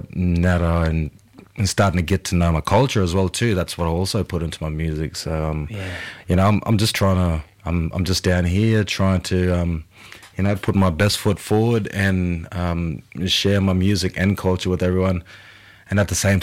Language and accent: English; Jumbun, Queensland, Australia; moved away as an adult; also born or lived in Townsville; now in Brisbane, Australia; originally I'm from North Queensland, a little place called Jumbin. It's an small Aboriginal community. Originally also, that's my Gidame side